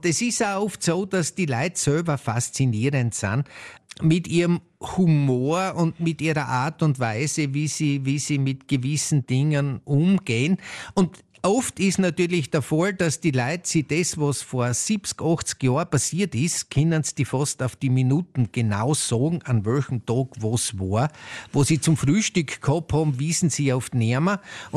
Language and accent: German; Heimschuh, Styria, Austria; Ich komme aus Heimschuh